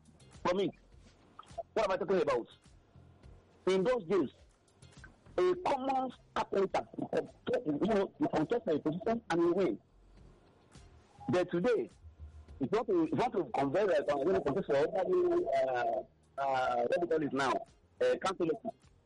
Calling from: Ayobo, Lagos, Nigeria; From Ayobo here.

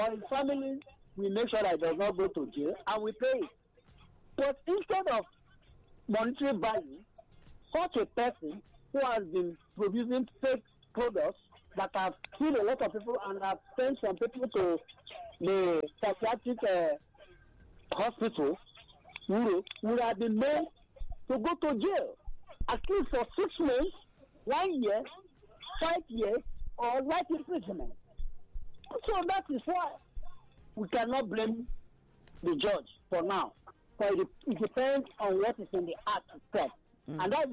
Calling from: Abaranje, Lagos, Nigeria; I'm calling from Abaranjan.

